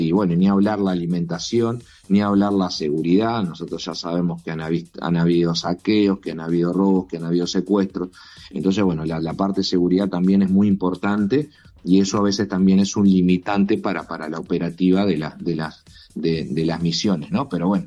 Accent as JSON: {"language": "Spanish", "region": "Tacuarembó", "country": "Uruguay", "said": "la camiseta de tacuarembuense la he llevado a toda mi vida"}